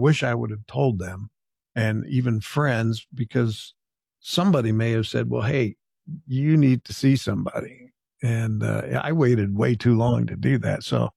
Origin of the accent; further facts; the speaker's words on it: Los Alamos, New Mexico, United States; luckily I grew up in Los Alamos, so there's canyons and mountains all around.